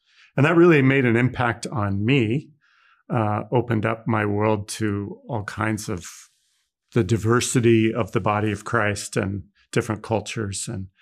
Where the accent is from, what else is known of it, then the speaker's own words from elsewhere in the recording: Iowa, United States; I grew up on a farm in Iowa. My dad was a farmer and always went to Mass.